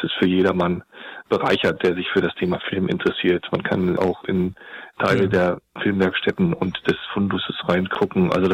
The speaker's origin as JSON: {"language": "German", "town": "Potsdam", "region": "Brandenburg", "country": "Germany", "said": "Also als Potsdamer sieht man das natürlich besonders gut."}